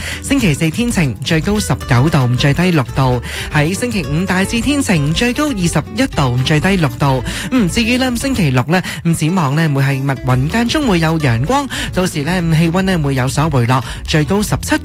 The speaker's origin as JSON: {"language": "Cantonese", "country": "Canada", "said": "我哋加拿大人"}